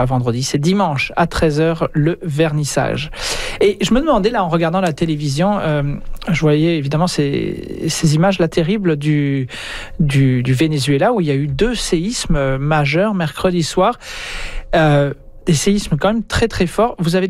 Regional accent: France; moved away; en France, là d'où je viens, de la région natale, c'est sur une faille sismique qui est plutôt calme en temps habituel, mais qui se réveille une fois de temps en temps.

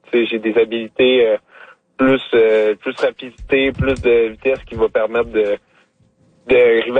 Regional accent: Saint-Éloi, Quebec, Canada; Non, moi, je suis de Saint-Éloi, Trois-Pistoles.

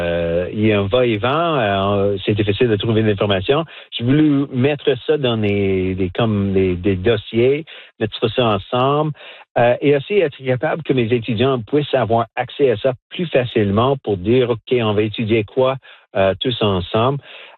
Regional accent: Saskatchewan, Canada; French is a second language; moved away as an adult; also born or lived in Quebec City; je viens de Saskatchewan, ouais. D'une Première Nation, et très peu de Français là-bas dans les plaines, plus à Winnipeg, mais moins en Saskatchewan.

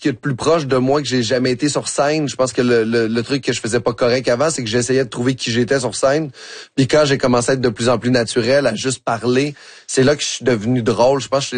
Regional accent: Quebec City, Quebec, Canada; also born or lived in Bagotville / Saint-Hubert; now in Montreal, Canada; Je suis né à Québec. En fait, ça a été les 8 premières années de ma vie. J'ai passé dans le coin de Val-Bélair, Vanier. Okay. Ensuite de ça, vu que mon père était militaire, on a fait Bagotville.

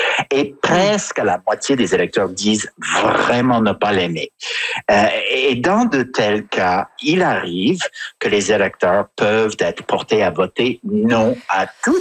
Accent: Quebec, Canada; en tant que Québécois

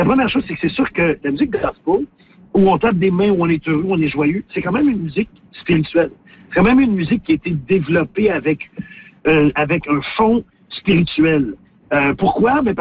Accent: Saint-Germain-de-Grantham, Quebec, Canada; le petit village d'où je viens, moi, Saint-Germain de Grande-Femme, dans le comté de Drummond.

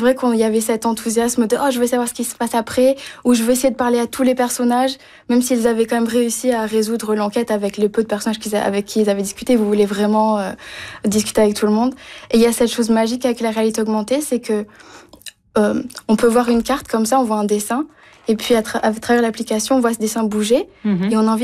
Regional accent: Toulouse, Occitanie, France; now in British Columbia, Canada; J'ai grandi à Toulouse, du coup, au sud de la France.

